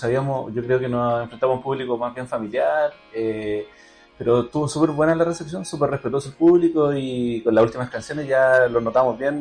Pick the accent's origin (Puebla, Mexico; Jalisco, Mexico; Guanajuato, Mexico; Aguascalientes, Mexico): Puebla, Mexico; Tehuacán; Somos de Tehuacán, un pueblo muy chiquitito, y la magia de la música nos tiene acá.